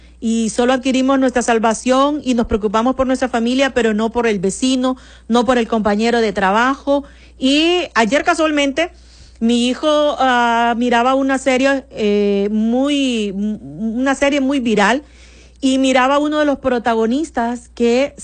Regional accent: Honduras; todos nosotros como cristianos hondureños de poder hacer Invasión Bendición. Si usted está fuera de Honduras también

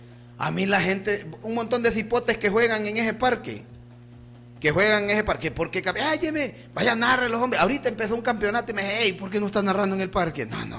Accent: Talanga, Francisco Morazán, Honduras; talangueño y conozco a todos los... Aquí nadie me va a dar casaca a mí porque yo soy nacido y creado aquí en Talanga. Aquí por todas las calles de Talanga yo las conozco

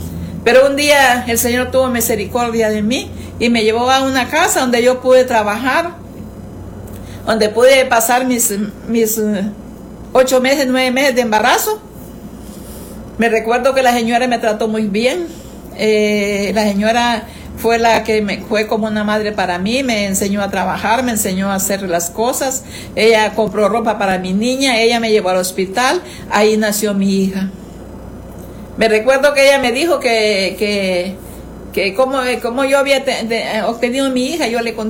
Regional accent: San Nicolás, Copán, Honduras; moved away as an adult; also born or lived in San Pedro Sula / Ocotepeque; yo me vine para mi lugar de San Nicolás de Copán.

